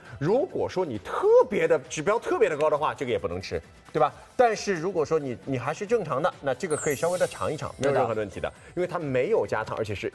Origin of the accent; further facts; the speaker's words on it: Hangzhou, Zhejiang, China; 我作为一个杭州人，我都没有看到过这么便宜